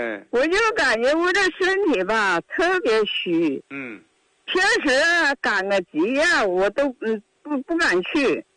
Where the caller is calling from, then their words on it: Suifenhe, Heilongjiang, China; 牡丹江孙粉河镇的。